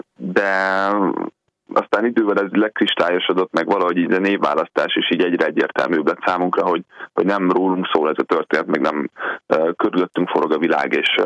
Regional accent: Miskolc, Borsod-Abaúj-Zemplén, Hungary; Illetve volt egy helyi közösségünk, én miskolci származású vagyok

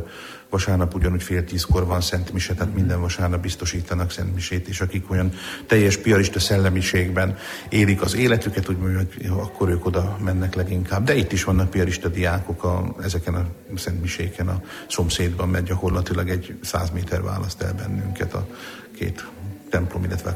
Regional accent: Šamorín, Trnava Region, Slovakia; tehát onnét származom, de 4 éves korunkba költöztünk Somorjára, és akkor a vízlépcső építése miatt is, és itt Somorjainak tartom igazán magam, mert hát amióta úgymond az eszemet tudom, azóta Somorjai vagyok.

